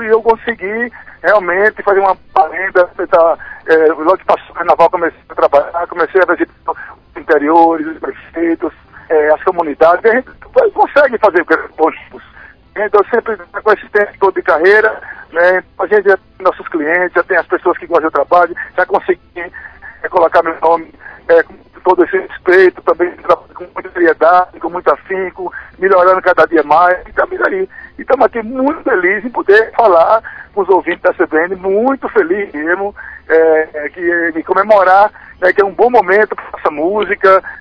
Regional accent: Itacaratu, Pernambuco, Brazil; also born or lived in Floresta, Pernambuco; eu nasci em Floresta, fui criado em Itacaratu, e sou do mundo.

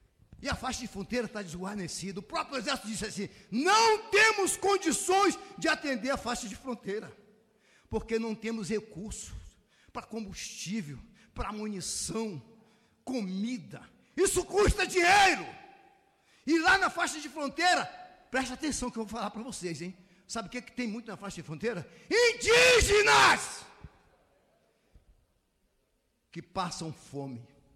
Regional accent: Amazon, Brazil; Eu sou da Amazônia, operei muitos anos na Amazônia.

